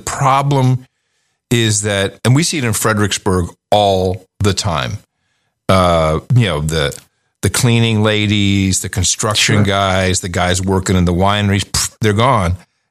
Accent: Netherlands; the socialist route, which I grew up with here in the Netherlands

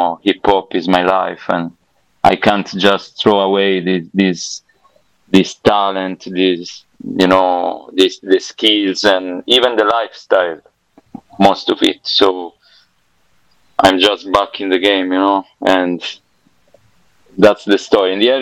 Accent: Southern Italy, Italy; We are both from the Deep South. And it's not like being in Milan.

